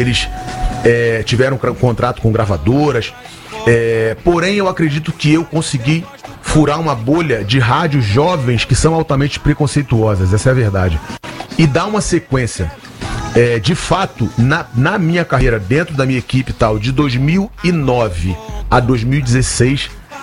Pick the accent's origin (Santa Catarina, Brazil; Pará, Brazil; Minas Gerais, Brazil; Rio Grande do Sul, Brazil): Minas Gerais, Brazil; Belo Horizonte; Porque eu convivi com isso. Eu sou da Vila do Pinho